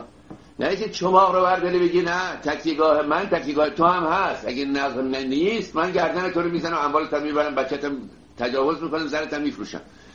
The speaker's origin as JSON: {"language": "Persian", "country": "Iran", "moved": "yes", "said": "چون 35 سال پیش ما از ایران آمدیم بیرون که چنین دانشگاهی ما نداشتیم"}